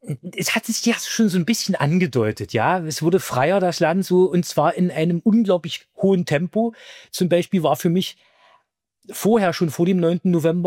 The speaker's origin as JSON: {"language": "German", "region": "East Germany", "country": "Germany", "tie": "born or raised there", "said": "Ich bin ja in der DDR groß geworden und der 9. November, da war ich 25 Jahre alt"}